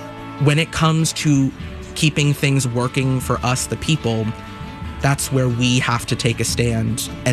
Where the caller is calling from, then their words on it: Winston-Salem, North Carolina, United States; from Winston-Salem.